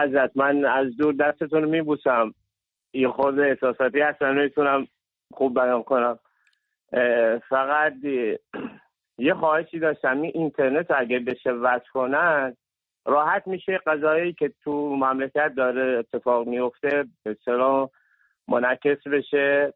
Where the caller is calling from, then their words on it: Abadan, Khuzestan, Iran; من عرب خوزستان هستم، آبادان هستم،